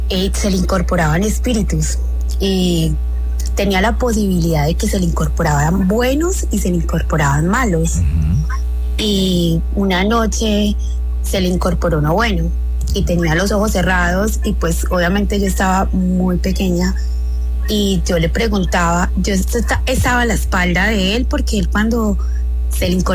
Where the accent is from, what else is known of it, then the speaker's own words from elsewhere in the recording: Quindío, Colombia; now in Pereira, Colombia; cuando estaba muy pequeña, yo vivía en la finca en el Quindío.